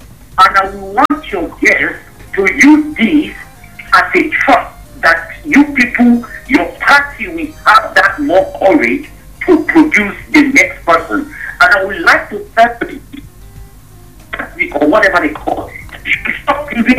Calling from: Plateau, Nigeria; I am from the Lantern North.

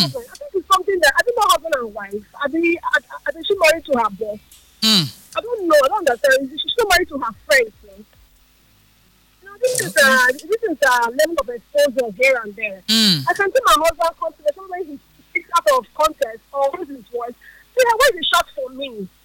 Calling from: Port Harcourt, Rivers, Nigeria; I'm calling from Port Harcourt.

